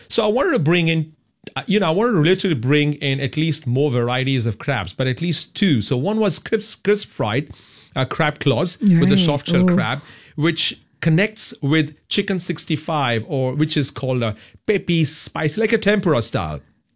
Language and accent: English; India